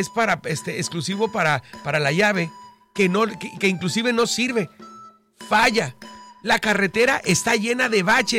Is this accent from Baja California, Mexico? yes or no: yes; Baja California, Mexico; los cientos de bajacalifornianos, si no es que miles, que lo son, sí, que cruzamos diario y que pagamos